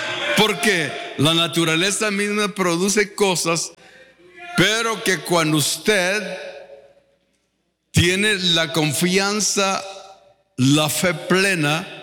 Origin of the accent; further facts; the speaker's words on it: Guatemala; hace algunos días aquí en Guatemala, aquí en mi pueblo, mucha gente se volcaron para los políticos, para todo partido.